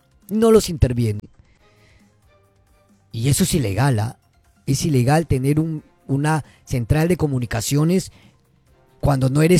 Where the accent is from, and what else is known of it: Peru